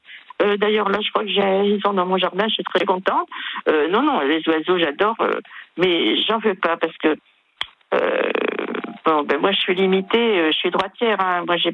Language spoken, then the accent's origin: French; Brittany, France; born there; also born or lived in Centre region; now in Vendée, France; Moi, je suis bretonne, hein, je suis née en Bretagne